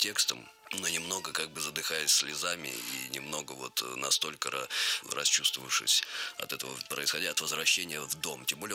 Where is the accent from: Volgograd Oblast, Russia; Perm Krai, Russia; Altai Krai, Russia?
Altai Krai, Russia; Kolyvanskoye; also born or lived in Prutskoye; Да, ну это там, где мы жили, а родился я в Пруцком, это недалеко, да.